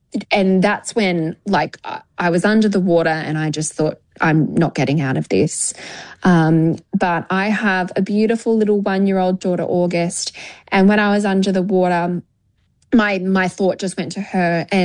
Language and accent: English; Australia; also born or lived in New Zealand; So I'm Australian and Kiwi. And I have been brought up in Australia, but I am still a very proud Kiwi. My family are from Hawke's Bay.